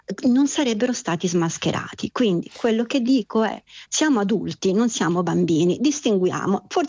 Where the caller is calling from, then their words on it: Rome, Lazio, Italy; io sono anche romana